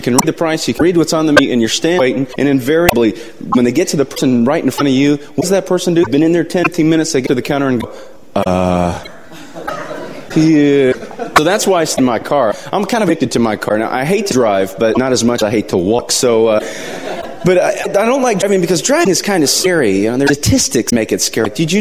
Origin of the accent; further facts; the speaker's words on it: Nashville, Tennessee, United States; I'm from Nashville, Tennessee.